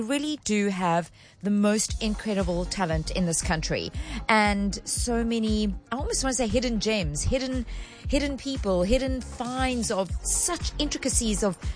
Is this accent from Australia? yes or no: no; South Africa; But it makes me proud to be a South African.